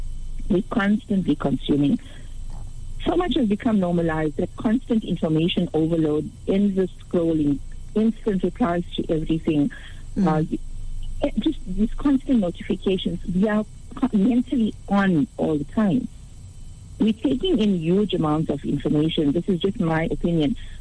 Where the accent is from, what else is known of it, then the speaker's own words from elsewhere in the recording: Durban, KwaZulu-Natal, South Africa; moved away; my hometown is Durban.